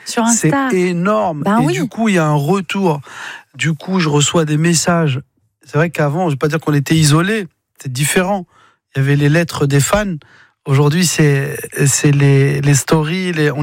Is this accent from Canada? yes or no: no; Mantes-la-Jolie, Île-de-France, France; Et tu te dis, voilà, je viens de Mantes-la-Jolie, d'un milieu ouvrier.